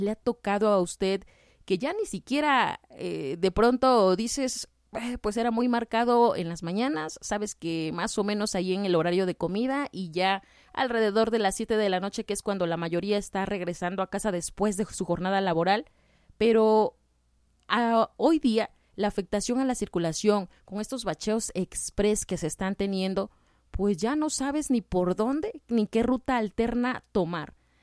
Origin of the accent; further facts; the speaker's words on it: Oaxaca, Mexico; ¿Y qué tenemos que hacer nosotros como, pues, oaxaqueños, como locales?